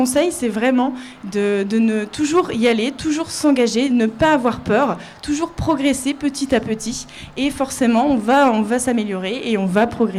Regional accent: Angers, Pays de la Loire, France; also born or lived in Paris; now in Laval, France; de base, je suis d'Angers, angevine, et j'ai été mutée sur Paris

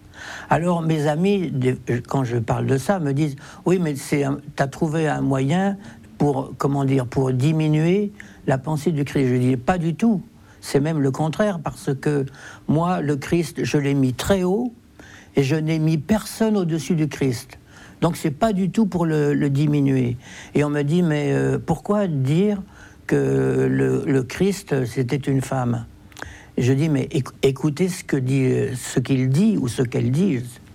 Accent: France; Maintenant, bien sûr que je suis zigane, je ne vais pas le nier, mais je suis français aussi. Oui. J'ai presque envie de dire, je suis d'abord français

